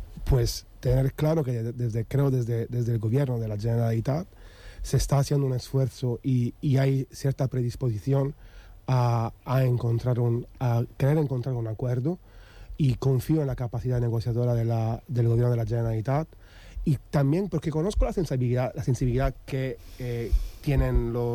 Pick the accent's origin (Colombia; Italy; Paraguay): Italy; Soy italiano.